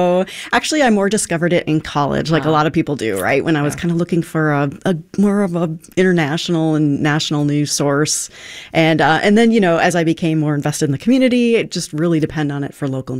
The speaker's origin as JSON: {"language": "English", "region": "Minnesota", "country": "United States", "tie": "born or raised there", "said": "I grew up here in the Brainerd Lakes area"}